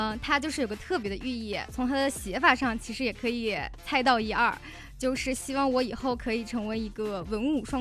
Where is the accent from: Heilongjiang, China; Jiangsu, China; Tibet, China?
Heilongjiang, China; Daqing; now in Changsha, China; 我是黑龙江大庆人。